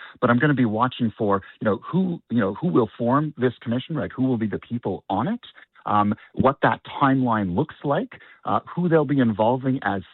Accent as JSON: {"language": "English", "country": "Canada", "said": "that to me as a Canadian is unacceptable."}